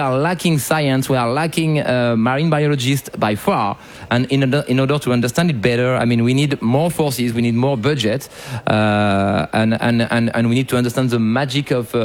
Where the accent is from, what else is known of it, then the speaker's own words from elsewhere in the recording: France; English is a second language; I come from France. We have 20 times more ocean in terms of economic zone in France than we have land.